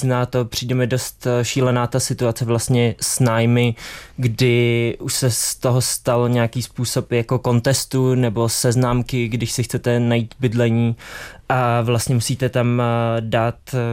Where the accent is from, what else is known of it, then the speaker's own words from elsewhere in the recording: Prague, Czechia; já celý život žiju v Praze a stejně už jsem se čtyřikrát musel stěhovat